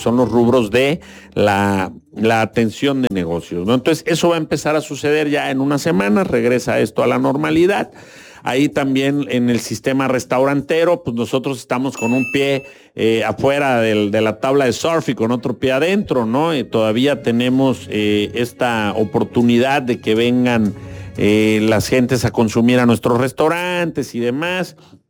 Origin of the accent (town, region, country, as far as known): Tapachula, Chiapas, Mexico